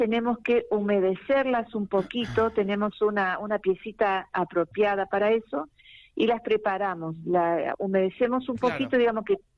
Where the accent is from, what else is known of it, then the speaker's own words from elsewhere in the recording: Rosario, Santa Fe, Argentina; Yo, de Rosario.